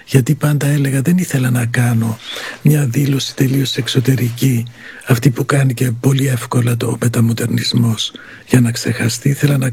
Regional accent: Greece; moved away as an adult; also born or lived in Germany; γιατί ήθελα να φύγω από το χωριό μου καταρχάς, που ήταν η οικογένειά μου στιγματισμένη αριστερή και διωκόμενη.

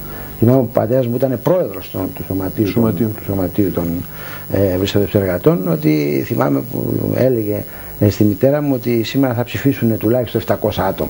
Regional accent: Chios, North Aegean, Greece; για όλη την πατρίδα μου. Και τη Χίο και την πατρίδα μας.

